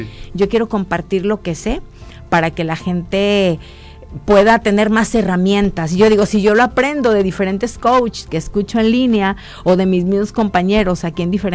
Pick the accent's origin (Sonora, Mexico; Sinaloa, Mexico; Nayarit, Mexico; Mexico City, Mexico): Nayarit, Mexico; Tepic; estoy enamorada de Tepic en todos los los sentidos. Entonces me pesaba tanto, decía, ¿cómo voy a dejar de donde soy para irme a otro lado?